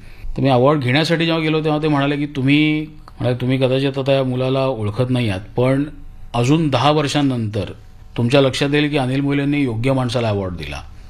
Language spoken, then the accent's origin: Marathi; Maharashtra, India; म्हणजे मी मराठी भाषिक आहे पण मला उद्या जर बंगाली गाणं वाजवायचं असेल त्याचं नोटेशन जर समोर असेल तर ते मी वाजवू शकतो